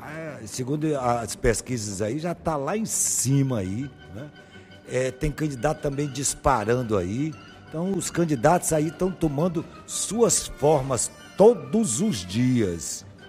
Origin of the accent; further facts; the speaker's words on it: Ceará, Brazil; moved away; Eu sou cearense